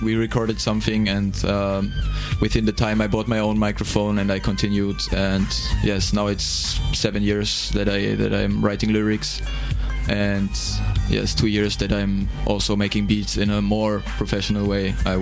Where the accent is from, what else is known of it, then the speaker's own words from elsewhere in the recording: Germany; English is a second language; now in Cluj, Romania; I'm from Germany. I'm an Erasmus student at UBB, European faculty.